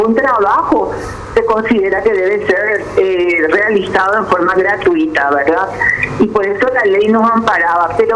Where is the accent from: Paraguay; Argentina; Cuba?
Paraguay; podemos llegar a ser locales nosotros los paraguayos.